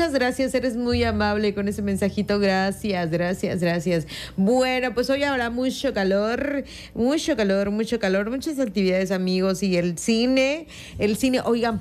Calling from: Fidel Velázquez, Mexico; la escucho desde mi pueblo, de Fidel Velázquez.

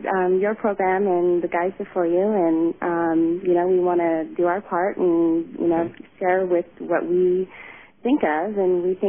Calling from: Pacifica, California, United States; I'm calling from Pacifica, California

